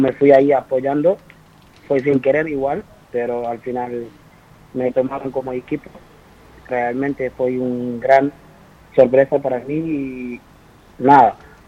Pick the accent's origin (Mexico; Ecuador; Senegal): Senegal; accent: Argentine; Spanish is a second language; also born or lived in Buenos Aires, Argentina; now in Canary Islands, Spain; yo vivo, soy senegalés, pero vivía en Buenos Aires, por eso hablo un poco español.